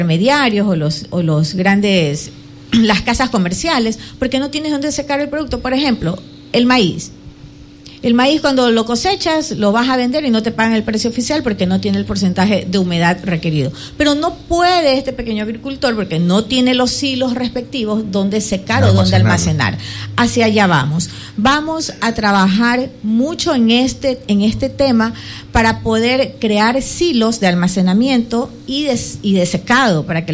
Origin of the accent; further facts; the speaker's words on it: Babahoyo, Los Ríos, Ecuador; Yo necesitaba un viceprefecto de Quevedo porque yo soy de la zona sur. Claro. Yo soy de Babahoyo